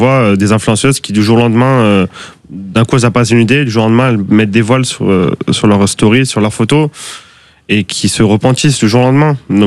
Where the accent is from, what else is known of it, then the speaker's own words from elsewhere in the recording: France; born there; Je suis pas né là-bas, mes parents sont nés là-bas, moi je suis né en France